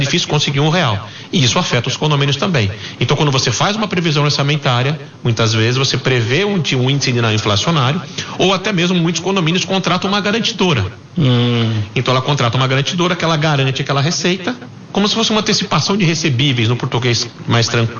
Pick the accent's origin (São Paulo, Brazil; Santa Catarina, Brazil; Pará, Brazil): São Paulo, Brazil; Campinas